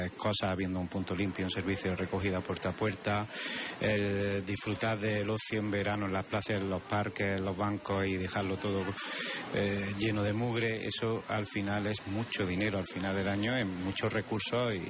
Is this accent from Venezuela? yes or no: no; Peligros, Andalusia, Spain; mi vocación es ser alcalde de mi pueblo, lo era desde muy joven